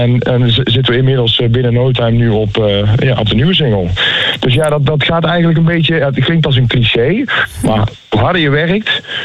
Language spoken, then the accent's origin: Dutch; North Brabant, Netherlands; Volgend jaar 20 jaar muzikant. Dus alweer bijna een jubileum om te vieren. Uit het altijd gezellige Brabant.